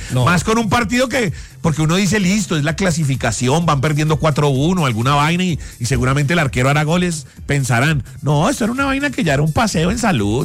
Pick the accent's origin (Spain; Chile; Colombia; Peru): Colombia